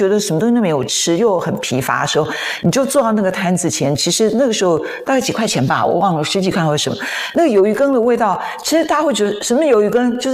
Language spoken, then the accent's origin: Chinese; Zhonghe, New Taipei City, Taiwan; 我是在中和长大，新北市，以前叫台北县。